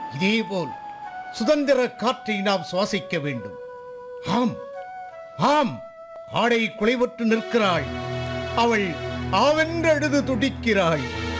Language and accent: Tamil; Ettayapuram, Tamil Nadu, India; born there; நான் பிறந்த ஊரான எட்டயபுரத்துக்கு பக்கத்து ஊரான ஒட்டப்புடாரம் தான் இவர் பிறந்த ஊர்.